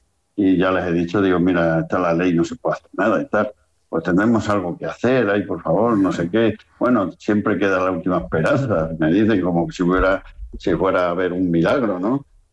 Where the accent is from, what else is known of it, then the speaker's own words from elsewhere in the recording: Extremadura, Spain; moved away; Yo me siento extremeño, pero también miguelete, porque... Claro. 34 años tienen que dejarte algo, y más viviendo aquí en este sentido, ¿entiendes?